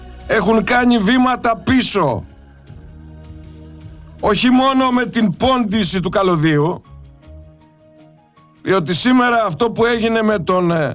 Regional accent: Mystras, Peloponnese, Greece; στην καστροπολιτεία του Μιστρά, στα μέρη μου

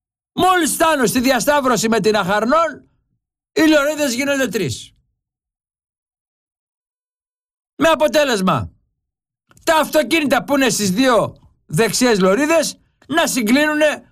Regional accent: Piraeus, Attica, Greece; εγώ είμαι Πειραιώτης.

